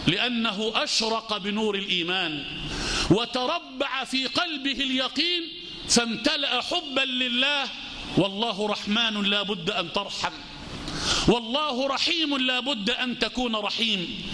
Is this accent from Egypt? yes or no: yes; Egypt; بلدنا مصر